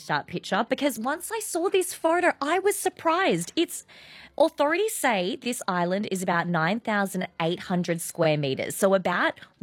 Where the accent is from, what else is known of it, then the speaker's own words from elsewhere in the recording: Forster, New South Wales, Australia; moved away; growing up in Foster, Wallace Lake